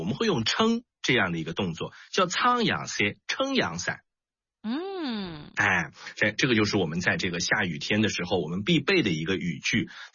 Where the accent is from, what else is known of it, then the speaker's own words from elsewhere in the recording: Shanghai, China; 那么这种情况我们上海人会怎么说呢？叫发抖丝